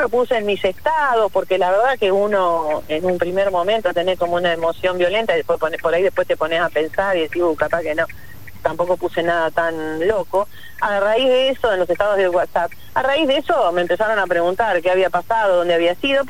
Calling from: Santa Lucía, Buenos Aires Province, Argentina; uno vive en Santa Lucía y no se sumirá a San Pedro a una sesión del Consejo.

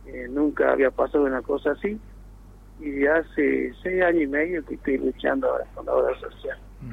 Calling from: General Enrique Mosconi, Salta, Argentina; Nosotros somos del interior, somos de General Enrique Mosconi

